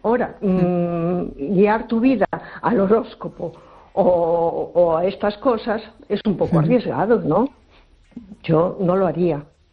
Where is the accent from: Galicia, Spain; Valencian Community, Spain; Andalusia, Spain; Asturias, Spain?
Galicia, Spain; A Coruña